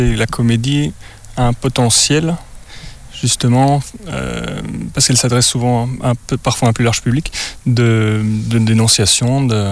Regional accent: Wallonia, Belgium; Mais oui, je viens du Namurois, et je pense qu'il est un peu moins marqué là-bas. Mais apparemment, il m'a trahi quand même.

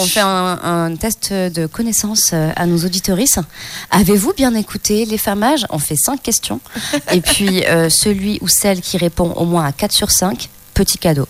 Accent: Occitanie, France; Oui, elles ont pourri ma région d'origine.

